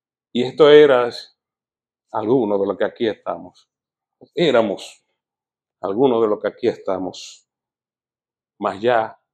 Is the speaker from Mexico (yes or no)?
no; Dominican Republic; En mi país, en la República Dominicana